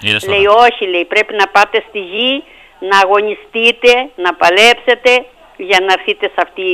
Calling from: Pyrgos, Crete, Greece; εγώ έρχομαι εδώ από τον Πύργο. Είναι το διπλανό μας χωριό εδώ, το Οικομόπολιο Πύργος, που είναι κι αυτό ένα χωριό μας

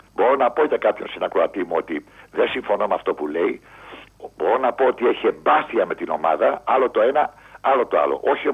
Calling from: Peristeri, Attica, Greece; από το Περιστέρι.

